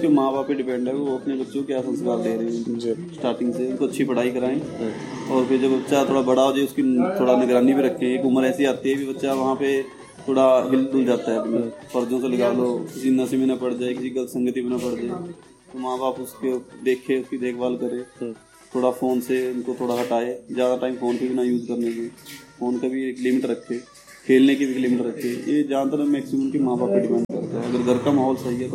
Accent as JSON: {"language": "Hindi", "town": "Teja Mohri", "region": "Haryana", "country": "India", "said": "और मैं इस मोड़ी गाँव का निवासी हूँ। मेरी 30+ एज होगी"}